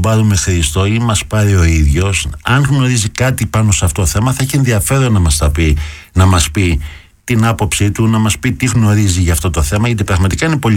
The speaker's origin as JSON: {"language": "Greek", "town": "Patras", "region": "Western Greece", "country": "Greece", "said": "επειδή έχω και μια ευαισθησία, γιατί κατάγομαι από την Αγγλικάδα, εκεί μένει και η μάνα μάλωστε και συγγενής μου"}